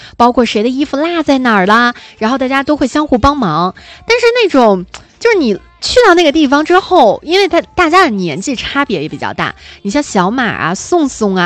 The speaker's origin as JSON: {"language": "Chinese", "region": "Northeast China", "country": "China", "said": "你比如说我是东北人"}